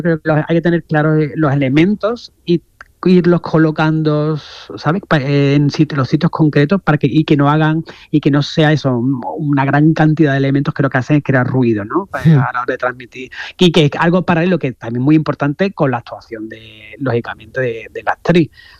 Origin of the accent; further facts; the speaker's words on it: Andalusia, Spain; Yo soy una mezcla entre barroco, porque claro, soy andaluz.